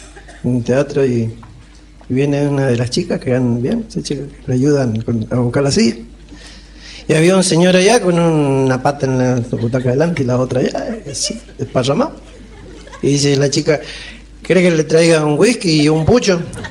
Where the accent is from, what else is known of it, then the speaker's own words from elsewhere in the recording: Maipú, Mendoza, Argentina; Yo soy mendocino y estoy acá a pedido de la gente de Mendoza. Yo nací en Mendoza, en Maipú.